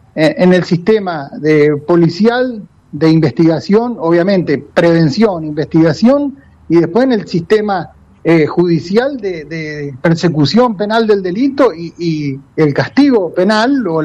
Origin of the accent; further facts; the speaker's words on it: Esperanza, Santa Fe, Argentina; yo soy de Esperanza.